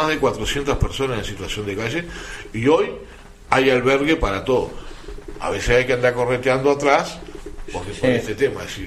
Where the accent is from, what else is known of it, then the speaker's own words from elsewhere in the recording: Uruguay; no es como algunos uruguayos creen que somos una cosa aparte en el mundo.